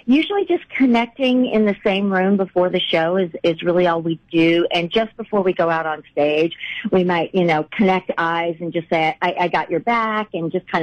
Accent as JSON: {"language": "English", "region": "Texas", "country": "United States", "moved": "yes", "said": "You know, I'm from Texas originally and have a lot of family in Oklahoma"}